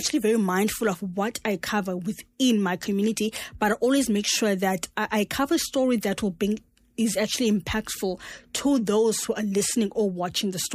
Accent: Cape Town, Western Cape, South Africa; being born and bred in Gugulethu and experiencing the township itself has actually groomed me to be who I am today, because I know the ins and outs of Gugulethu. I know what Gugulethu was back then

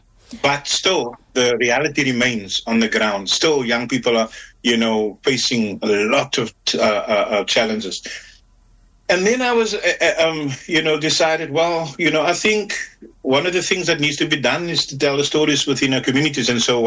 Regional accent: Cape Town, Western Cape, South Africa; I'm someone that is born, not born in Menenberg. I'm born on the Cape Flats, but we moved to Menenberg when I was four. So I grew up in this community.

